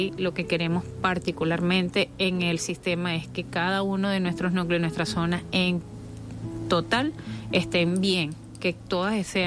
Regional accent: Venezuela; esta gran hermandad que somos los venezolanos

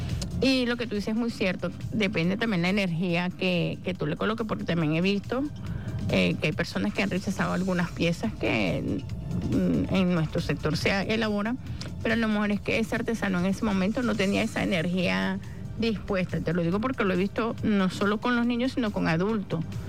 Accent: Venezuela

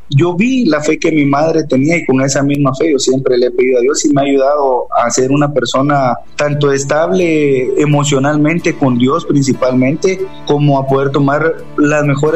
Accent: Zacapa, Guatemala; Yo soy originario de Zacapa, de aquí de Guatemala. Soy de una familia que desde pequeñitos nuestros padres y abuelos nos llevaban a la iglesia.

